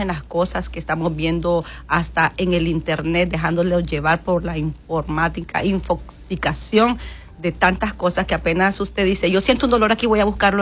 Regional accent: Honduras; nosotros como hondureños

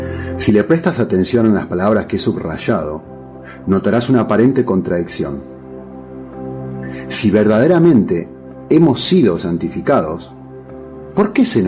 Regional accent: Argentina; accent: Argentine; Yo nací en Argentina. Me veo como un argentino, hablo español con acento argentino y tengo los típicos gustos de un argentino.

